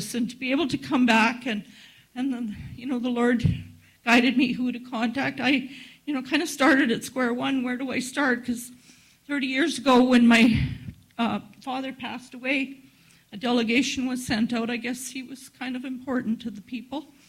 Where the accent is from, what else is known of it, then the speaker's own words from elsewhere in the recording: Norway House, Manitoba, Canada; born there; I was born on Norway House Reserve, but we lived at Wass.